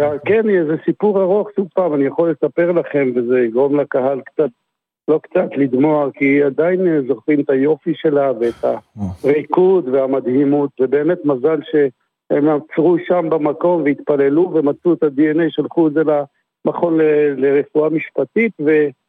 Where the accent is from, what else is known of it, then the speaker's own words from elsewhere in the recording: Beit Shemesh, Jerusalem District, Israel; אני גדלתי בבית שמש